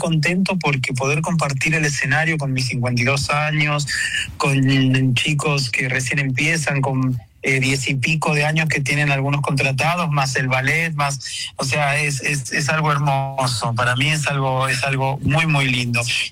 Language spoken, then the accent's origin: Spanish; Córdoba, Argentina; una alegría inmensa siempre estar en Córdoba. Mi nieta es de Monte Maíz, así que imagínate que pasé toda mi infancia aquí en Córdoba. Por eso digo que la siento mi segunda casa.